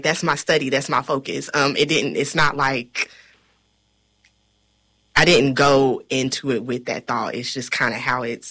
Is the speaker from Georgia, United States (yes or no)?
no; Kentucky, United States; I mean, I'm Black from Kentucky. I don't need to go to other places to experience